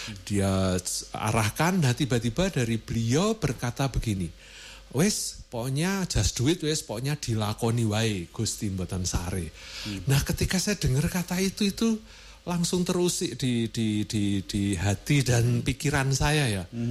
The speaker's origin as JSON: {"language": "Indonesian", "town": "Salatiga", "region": "Central Java", "country": "Indonesia", "tie": "born or raised there", "also_born_or_lived": "Semarang", "said": "Ya, besar kecil di Salatiga."}